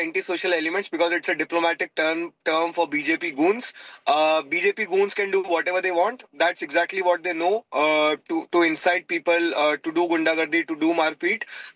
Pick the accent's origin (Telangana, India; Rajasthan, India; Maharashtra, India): Rajasthan, India; Jaipur; my hometown, Jaipur